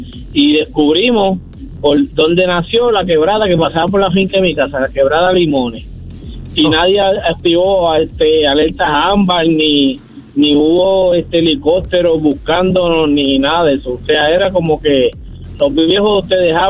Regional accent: Guaynabo, Puerto Rico; Yo soy de Guaynabo antes de que fuera así. Entonces, a mucho orgullo, yo soy guaynabeño, no guay de los otros. Mira, yo vivía en el barrio Otro Nuevo y en la finca donde yo me crié había una quebrada.

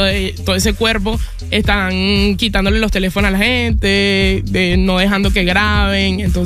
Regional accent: Venezuela; moved away

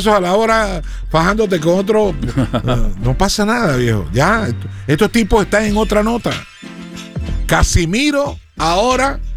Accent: Argentina; sabes que yo soy argentino

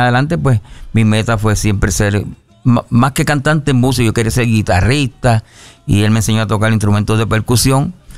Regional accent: Maricao, Puerto Rico; Yo soy de Maricao, Puerto Rico, y el área oeste.

